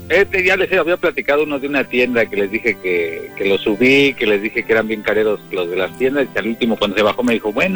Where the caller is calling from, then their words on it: Querétaro, Mexico; ahorita estoy en Querétaro